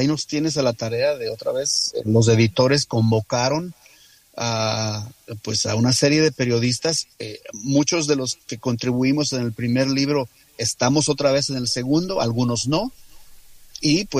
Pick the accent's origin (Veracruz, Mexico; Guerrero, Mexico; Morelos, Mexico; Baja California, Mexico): Veracruz, Mexico; Xalapa; allá en mi tierra, en Xalapa, Veracruz